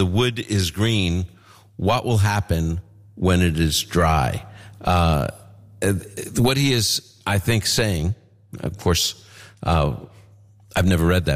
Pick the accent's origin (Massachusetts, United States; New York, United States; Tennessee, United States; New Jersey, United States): New York, United States; Brooklyn; you know, I'm from Brooklyn. Not many shepherds there, just saying.